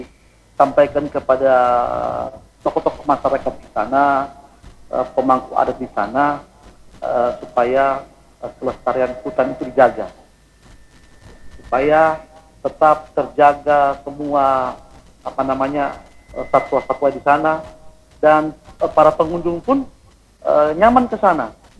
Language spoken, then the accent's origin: Indonesian; Palolo, Central Sulawesi, Indonesia; now in Palu, Indonesia; jadi saya tetap mencintai akan daerah saya di Sigi, karena saya orang Sigi, Bang Palolo saya.